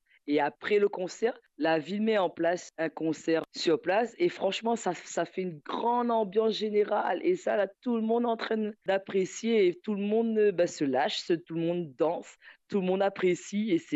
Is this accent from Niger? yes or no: no; Saint-Pierre, Réunion; Saint-Pierre, ma ville natale